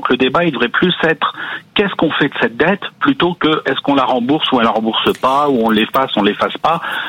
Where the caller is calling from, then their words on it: Chaumont, Grand Est, France; de Chaumont en Haute-Marne.